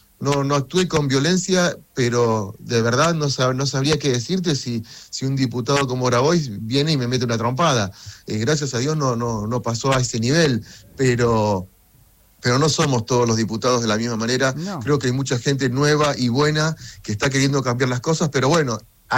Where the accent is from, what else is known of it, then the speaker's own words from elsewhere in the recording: Argentina; te lo dice alguien que viene de la provincia de Santa